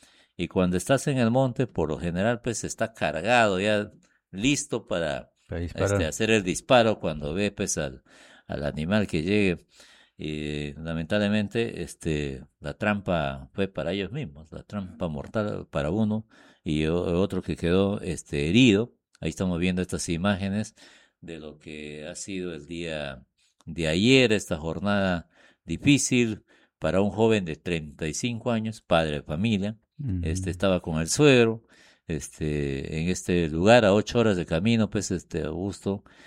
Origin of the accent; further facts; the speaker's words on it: Buenos Aires, Argentina; moved away; en mi país de Buenos Aires, Argentina